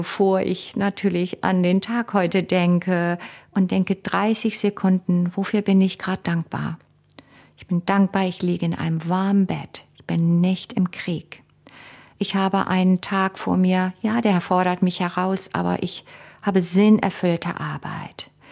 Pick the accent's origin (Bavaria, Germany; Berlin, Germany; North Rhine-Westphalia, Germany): North Rhine-Westphalia, Germany; Cologne; Ja, zum Beispiel für mich als Kind in Köln aufgewachsen, der Karneval, dass ich als Kind mich nicht verkleiden durfte, weil das war verpönt.